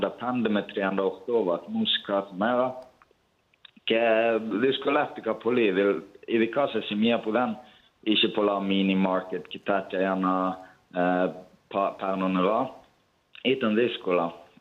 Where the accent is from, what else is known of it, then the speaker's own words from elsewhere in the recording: Norway; moved away; Εγώ μεγάλωσα στην Νορβηγία, σε ένα μικρό νησί.